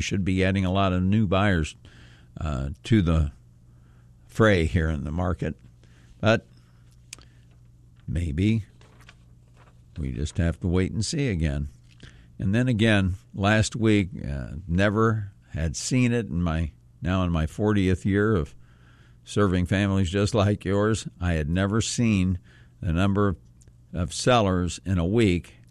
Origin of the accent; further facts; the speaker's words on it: Springfield, United States; I've lived here all my life. I've never seen anything like it.